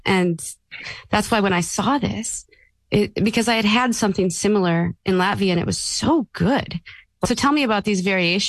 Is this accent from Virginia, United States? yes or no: no; Park Rapids, Minnesota, United States; born or raised there; moved away; also born or lived in New York